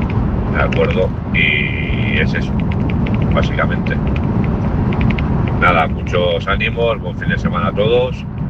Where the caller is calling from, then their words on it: Barcelona, Catalonia, Spain; de Barcelona, pero como siempre en ruta por España con mi camión.